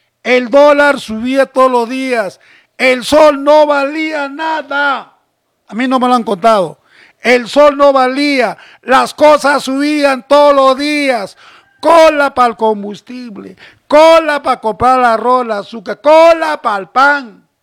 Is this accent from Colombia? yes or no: no; Peru; así somos los países peruanos, pe.